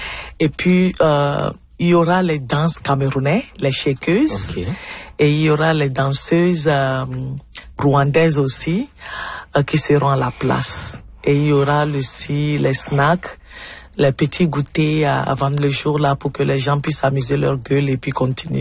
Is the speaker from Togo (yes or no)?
yes; Togo; je suis togolaise